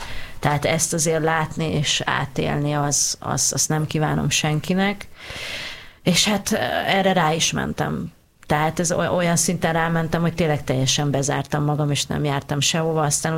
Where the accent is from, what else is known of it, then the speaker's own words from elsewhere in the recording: Budapest, Hungary; born there; also born or lived in Jászfényszaru, Jász-Nagykun-Szolnok; Hát ugye én Tanyán nőttem fel, félig meddig, tehát jó régóta. 12. kerületben még előtte éltünk, de egyébként Budapesten születtem, a második kerületben, vagy bocsánat, a 12. kerületben